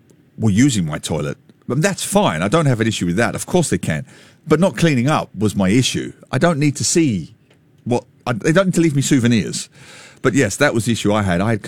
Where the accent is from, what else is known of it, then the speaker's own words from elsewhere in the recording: England, United Kingdom; moved away; when I was a kid growing up in England.